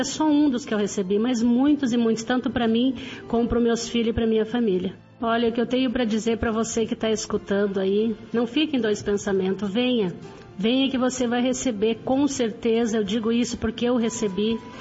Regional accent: São Leopoldo, Rio Grande do Sul, Brazil; Eu venho de São Leopoldo, da Vila Teresa.

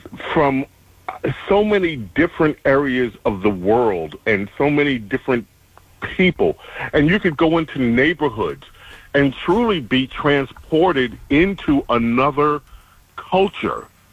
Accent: New York City, New York, United States; I'm so grateful to God that I lived in New York City when I did, that I was raised in New York City. I was a kid, 12, 13 years old.

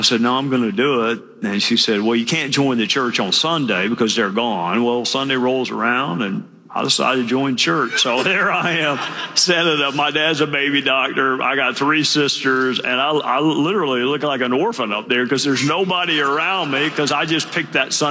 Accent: Greenville, South Carolina, United States; born there; I mean, imagine I was born in Greenville.

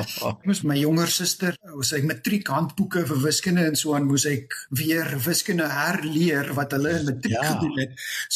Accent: Brackenfell, Western Cape, South Africa; Ja, so ek is maar 'n noordelike voorstede Kaapstad kind. Ek is gebore in Huisnaam, maar my ma het getrek Brackenfell toe ek omtrent so 2 jaar oud is. En ek het my hele lewe lank in Brackenfell spandeer.

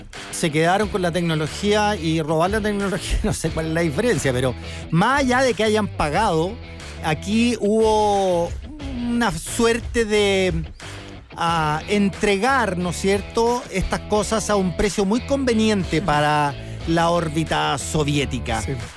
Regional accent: Chile

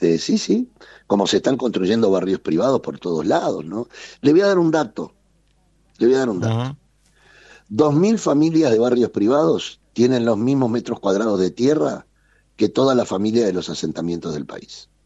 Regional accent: Montevideo, Uruguay; Yo nací en Jacinto Vera. En Jacinto Vera estaba el hijo del médico y el hijo del obrero textil, el hijo del obrero. Jugábamos al fútbol en la calle juntos. Eran barrios integrados.

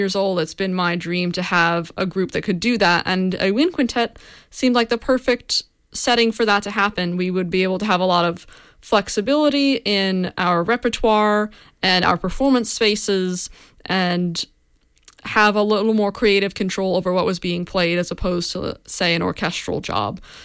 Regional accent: Florida, United States; growing up in Florida and coming to terms with my identity

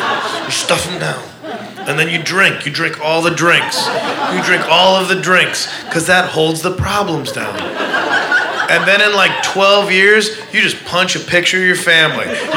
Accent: Midwest, United States

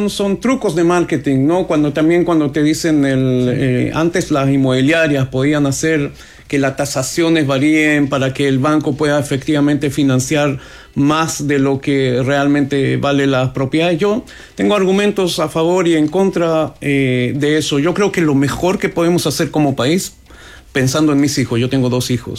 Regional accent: Chile; La ventaja que tenemos como chileno de tener la UEF

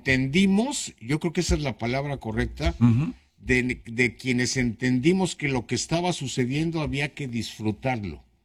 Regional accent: Mexico; y como mexicano lo digo, menos con el de nuestro pueblo, menos con el de nuestra afición mexicana.

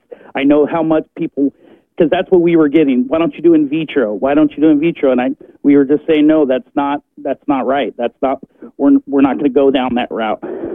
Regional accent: Rancho Cucamonga, California, United States; from Rancho Cucamonga.

